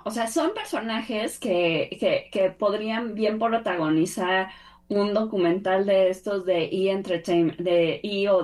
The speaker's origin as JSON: {"language": "Spanish", "country": "Mexico"}